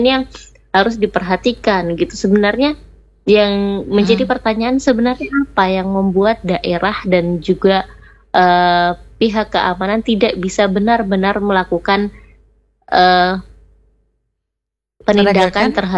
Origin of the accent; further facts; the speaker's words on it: Manokwari, West Papua, Indonesia; moved away; saya orang Manokwari ya kayak kemarin balik ke Manokwari